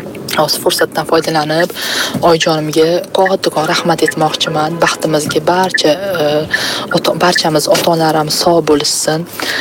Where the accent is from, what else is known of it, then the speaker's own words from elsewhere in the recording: Tashkent, Uzbekistan; Chorsuda ish shaharda katta bo'lganman